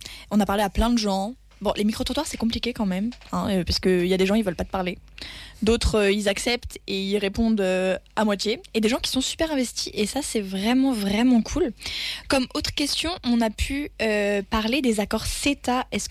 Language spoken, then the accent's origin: French; Bordeaux, Nouvelle-Aquitaine, France; now in Arras, France; moi, je viens de Bordeaux